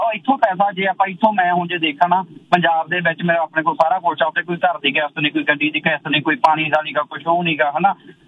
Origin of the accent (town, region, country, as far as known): Punjab, India; now in Canada